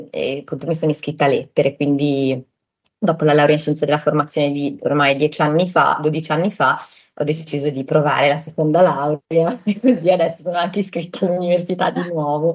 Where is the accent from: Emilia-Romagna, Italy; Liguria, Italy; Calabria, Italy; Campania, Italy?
Liguria, Italy; Genoa; io sono nata e cresciuta a Genova da una famiglia in realtà di origine molto mista, nel senso che per quanto io arrivi da una famiglia, sì, italiana, diciamo al 100%